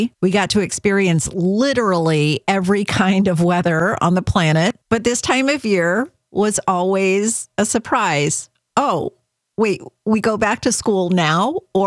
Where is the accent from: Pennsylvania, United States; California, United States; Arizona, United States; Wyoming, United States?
California, United States; born there; also born or lived in Canada / Texas / New York; Growing up in a military family gave the five kids in our home a lot of different experiences. I was born here in California. We moved to places like Canada, Texas, New York.